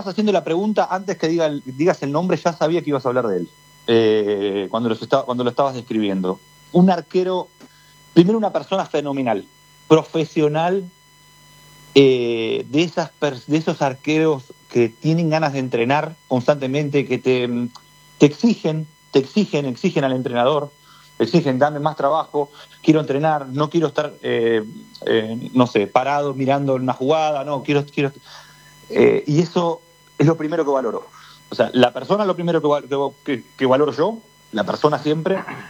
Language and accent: Spanish; Argentina; yo soy argentino